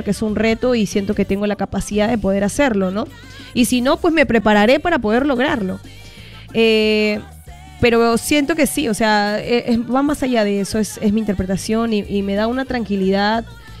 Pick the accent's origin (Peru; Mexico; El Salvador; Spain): Peru; Los únicos que trabajamos pues de lunes a domingo en el ámbito musical somos Perú.